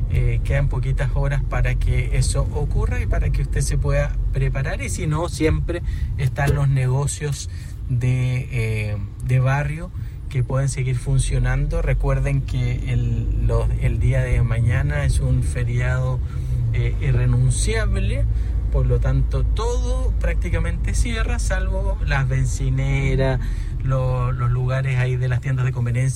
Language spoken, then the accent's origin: Spanish; Chile; para lo que somos como chilenos